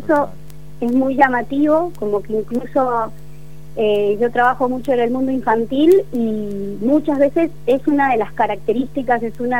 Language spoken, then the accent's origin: Spanish; Argentina; moved away as an adult; Yo soy de Buenos Aires, vivo acá hace como 12 años